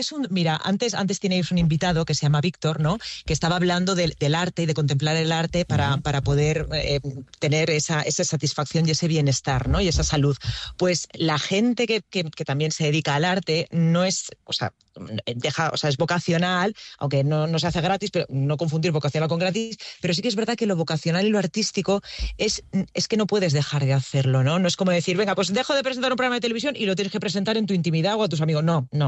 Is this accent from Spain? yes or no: yes; Valencian Community, Spain; yo soy de Baiduxó, que es un pueblo que está rodeado de montañas y que tiene el mar muy, muy, muy, muy cerquita, en Moncófar, Chilches, Burriana, Nules, ¿no?